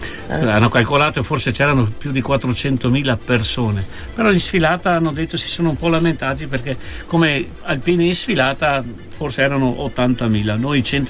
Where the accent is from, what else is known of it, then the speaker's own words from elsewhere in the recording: Veneto, Italy; Vorrei dirti che noi da veneti, che noi da nordisti già ci chiamano